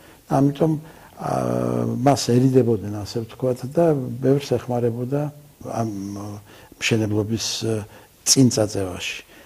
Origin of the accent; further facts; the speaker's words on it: Tbilisi, Georgia; born there; also born or lived in Kutaisi / Sukhumi; აი ასე გავატარე პირველი წლები სკოლაშიდაც სოხუმში და შემდეგ უკვე მამაჩემი გადმოვიდა თბილისში ორტაჭალგესის მშენებლობის უფროსად და მთელი ოჯახი გადმოვიდა.